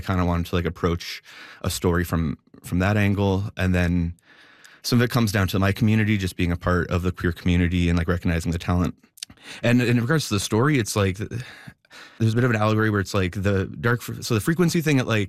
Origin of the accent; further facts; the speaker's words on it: Sudbury, Ontario, Canada; growing up in Sudbury